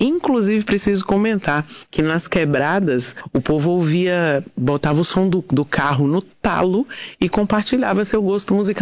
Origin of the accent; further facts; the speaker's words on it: Federal District, Brazil; also born or lived in Brasília; Eu nasci em Brasília mesmo, mas cresci entre Taguatinga e Ceilândia